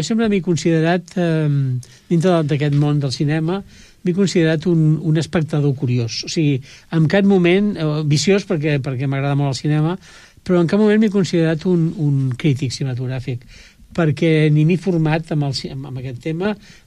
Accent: Barcelona, Catalonia, Spain; moved away as an adult; jo vaig marxar de Barcelona l'any 74, quan em vaig casar.

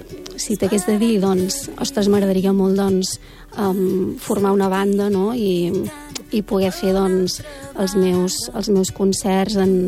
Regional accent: Borgonyà, Catalonia, Spain; moved away as an adult; de fet se'm nota, només obro la boca i ja tothom em diu, ostres, d'on ets? Sí, jo soc de Borgunyà, que és un poble molt petit d'Osona, a la comarca d'Osona, i fa 5-6 anys que estic per aquí.

